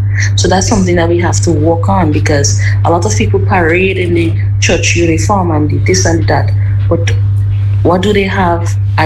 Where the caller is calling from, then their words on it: Saint Andrew, Grenada; I'm from St. Andrew.